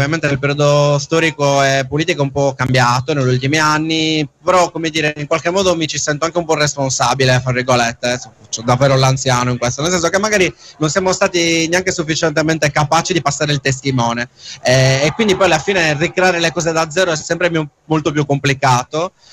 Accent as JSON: {"language": "Italian", "town": "Cagliari", "region": "Sardinia", "country": "Italy", "accent": "Cagliaritano", "said": "il nostro accento cagliaritano ci tradisce."}